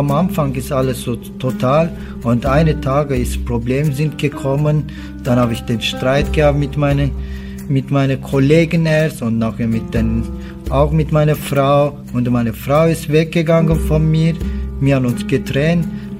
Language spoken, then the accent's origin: German; Turkey; born or raised there